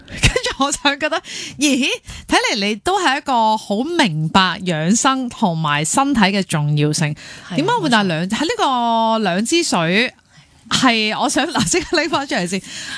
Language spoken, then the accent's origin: Cantonese; Hong Kong; 我哋香港人好劲，为咗小朋友，为咗家庭，为咗份工呢点顶都得嘅。